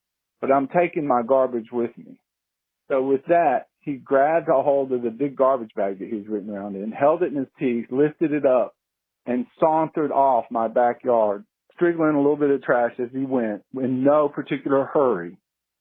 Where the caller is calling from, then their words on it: Gulf Breeze, Florida, United States; I'm calling from Gulf Breeze, Florida, which is in the Florida Panhandle.